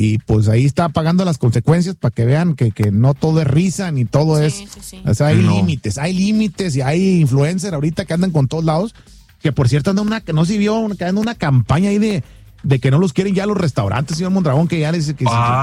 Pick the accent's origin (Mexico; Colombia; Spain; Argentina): Mexico; ahí está el verdadero corazón de nosotros los mexicanos.